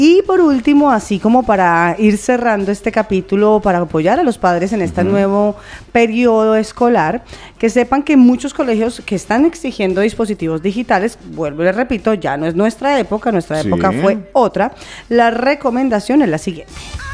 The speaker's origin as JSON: {"language": "Spanish", "town": "Madrid", "region": "Community of Madrid", "country": "Spain", "moved": "yes", "said": "Yo, por ejemplo, tengo grupos de WhatsApp, como vengo de Madrid."}